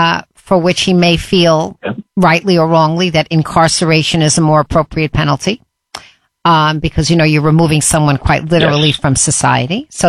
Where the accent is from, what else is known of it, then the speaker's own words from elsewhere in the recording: Long Island, New York, United States; Because I grew up on Long Island